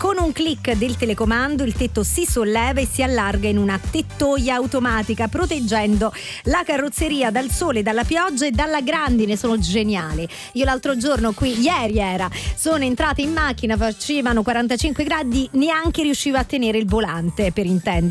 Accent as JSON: {"language": "Italian", "town": "Rome", "region": "Lazio", "country": "Italy", "said": "essendo romana"}